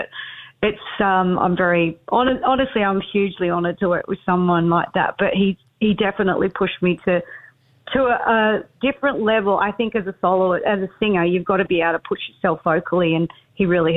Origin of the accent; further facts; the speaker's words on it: Australia; And so I got to Nashville and I'd be like, oh, hey, yeah, I'm Australian. I write truckin' songs.